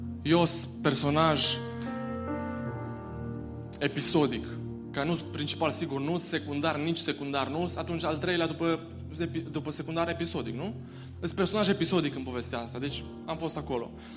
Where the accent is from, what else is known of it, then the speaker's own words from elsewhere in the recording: Baia Mare, Maramureș County, Romania; moved away; eu sunt din Baia Mare